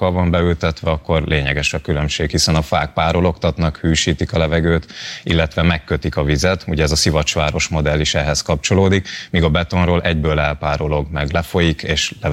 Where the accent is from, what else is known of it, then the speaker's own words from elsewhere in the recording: Great Hungarian Plain, Hungary; őstermelő családból származom, úgyhogy pár tízezer fánk volt, és az Alföldről származom